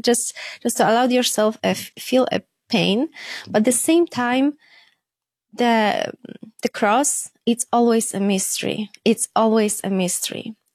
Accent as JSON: {"language": "English", "region": "Lesser Poland", "country": "Poland", "second_language": "English", "said": "I am from south of Poland. I am like hour from Krakow."}